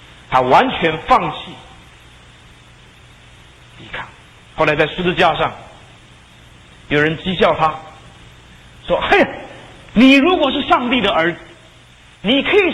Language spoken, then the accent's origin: Chinese; China; 今天有一些弟兄姐妹在这个世界上，不单是我们中国人，还有很多的弟兄姐妹